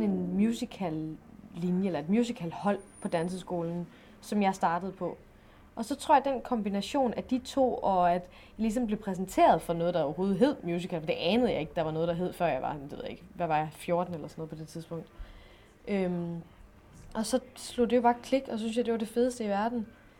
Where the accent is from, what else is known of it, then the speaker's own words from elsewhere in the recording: North Denmark Region, Denmark; moved away; den lille by, jeg kommer fra i Nordjylland.